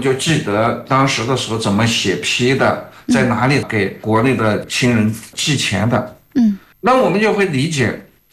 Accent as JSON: {"language": "Chinese", "region": "northern China", "country": "China", "moved": "yes", "lives_now": "Jiangmen, China", "said": "我们是北方人"}